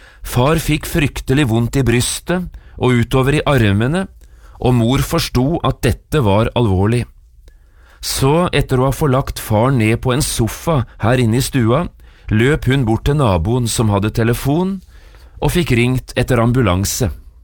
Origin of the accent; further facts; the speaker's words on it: Notodden, Vestfold og Telemark, Norway; i mitt eget barndomshjem, hjemme på Notodden.